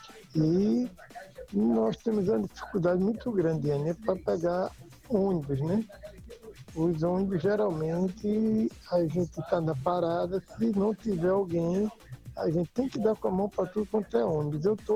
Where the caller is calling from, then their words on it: Paulista, Pernambuco, Brazil; sou de Maranguape 1.